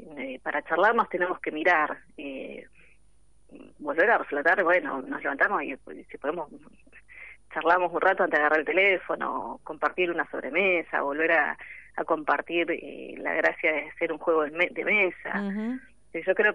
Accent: Argentina; los problemas más macro que tenemos como Argentina

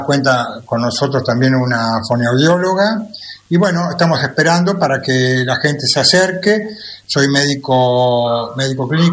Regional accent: Buenos Aires, Argentina; moved away as an adult; also born or lived in Carhué, Argentina; now in Bolívar, Argentina; Bien, nosotros somos originalmente de Capital Federal, de Buenos Aires, y estuve 4 años trabajando como director médico en un hospital en Carué, el partido de Adolfo Alsina

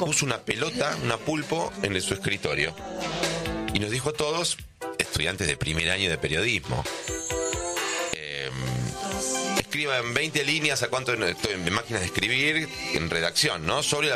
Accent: Buenos Aires, Argentina; yo no puede ser que sea un argentino bastante tanguero como porteño

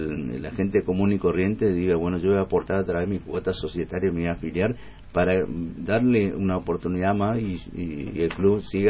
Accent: Sarmiento, Argentina; yo soy de Sarmiento y me hago socio del club, pero para colaborar

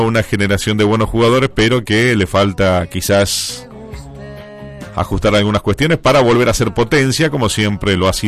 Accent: Argentina; eso va a ser lo que estamos esperando todos los argentinos.

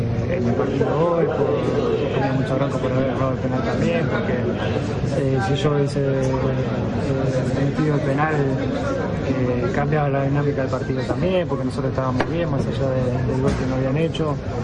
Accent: Argentina; demuestra cada día lo que somos como argentinos, el orgullo que nos da y nada, muy feliz.

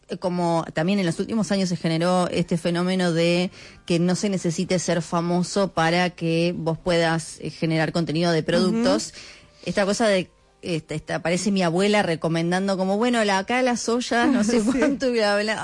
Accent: Ushuaia, Tierra del Fuego, Argentina; Yo, por ejemplo, qué sé yo, soy de Ushuaia, y en un momento mi papá se había venido a vivir acá

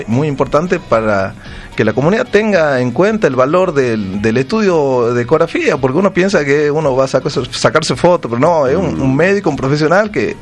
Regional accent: Tucumán, Argentina; orgulloso como tucumano, que se realice un congreso internacional acá en Tucumán

